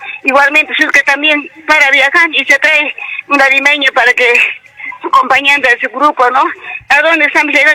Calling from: Cusco, Peru

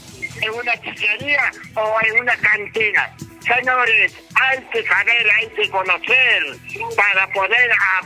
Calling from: Peru; Somos peruanos, somos de aparte república.

